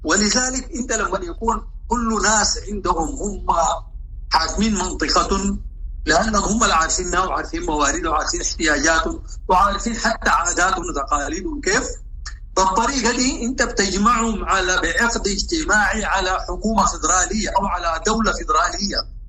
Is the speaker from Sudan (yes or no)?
yes; Sudan; نحن عندنا في السودان